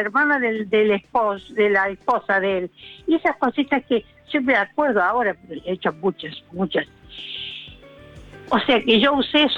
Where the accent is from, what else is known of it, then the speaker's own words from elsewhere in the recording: Córdoba, Argentina; now in Buenos Aires, Argentina; Cuando viví en Córdoba todavía, pues yo no soy de Buenos Aires, soy de Córdoba.